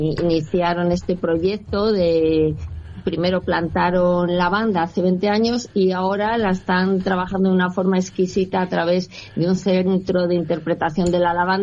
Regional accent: Castile and León, Spain; Somos Montes Torozos, pero es que estamos en las estribaciones en de medio. Los Montes Torozos.

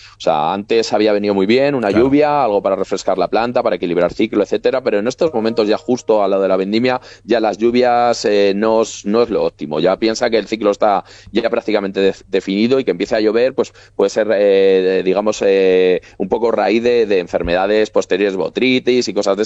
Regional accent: Aranda de Duero, Castile and León, Spain; somos de Aranda de Duero, ¿no?

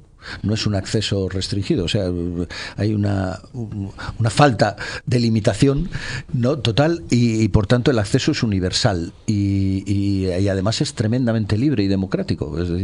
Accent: Castile and León, Spain; somos una comunidad donde la calle nos permite una franja de estacionalización temporal muy restringida por nuestra climatología. No somos Levante, no somos Canarias ni Andalucía

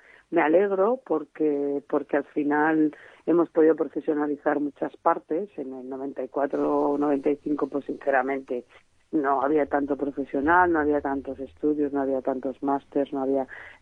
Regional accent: Segorbe, Valencian Community, Spain; que yo soy de Segorbe, de Castellón

